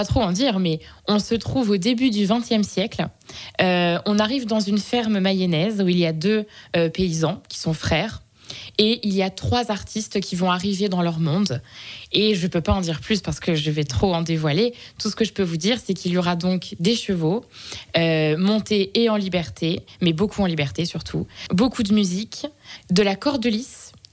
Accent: Hauts-de-France, France

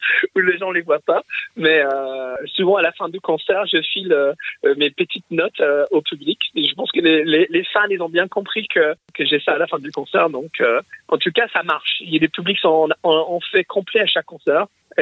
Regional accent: England, United Kingdom; now in France; je suis britannique en France. J'ai pas le passeport français.

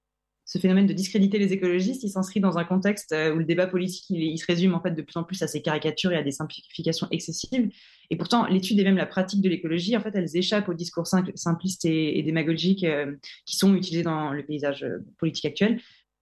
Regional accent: Brittany, France; moi je suis bretonne hein, du Finistère

